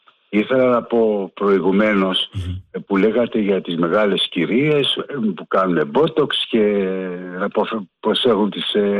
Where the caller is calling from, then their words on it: Egaleo, Attica, Greece; από Εργάλεο.